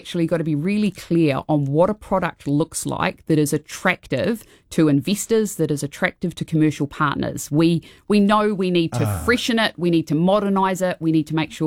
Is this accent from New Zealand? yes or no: yes; New Zealand; I was watching their performance as a New Zealander on the edge of my couch.